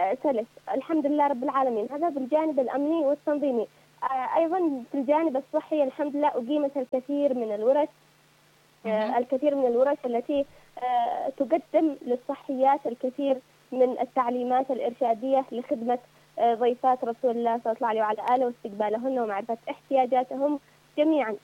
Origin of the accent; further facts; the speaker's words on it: Yemen; بالنسبة لنا كيمنيين ويمنيات